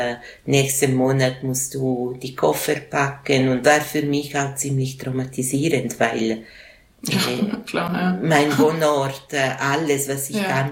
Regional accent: Switzerland; born there; accent: the village dialect; Meine Eltern stammen aus Norditalien. Wir haben das gleiche Dialekt wie im Dorf gesprochen. Und man hat uns nicht angesehen, dass wir nicht von dort waren.

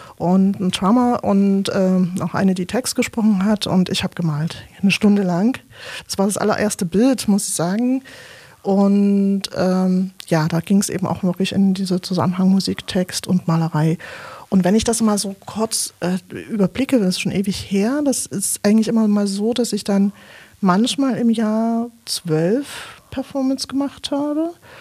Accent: Leipzig, Saxony, Germany; born or raised there

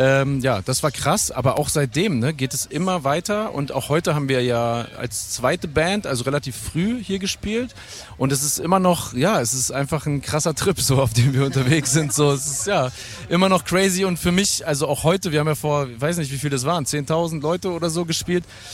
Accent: North Rhine-Westphalia, Germany; eins der ersten war das Stemwede Open Air. Das ist nämlich da in der Nähe, wo ich groß geworden bin.

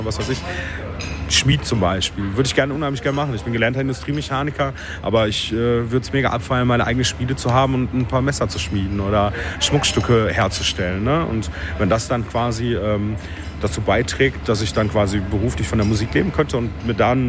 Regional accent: Germany; Also als Deutscher ist man da tatsächlich sehr gern gesehen.

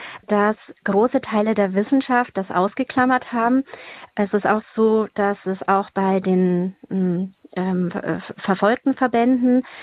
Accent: Bavaria, Germany; ich bin ja aus Bayern, mein Uropa war eben KZ Dachau

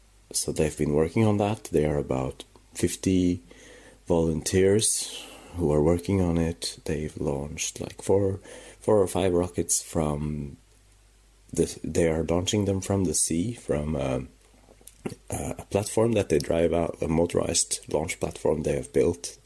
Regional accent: Norway; English is a second language; moved away as an adult; now in Berlin, Germany; I'm from Norway, but I've been living in Berlin since about a bit on and off for the last 10 years.

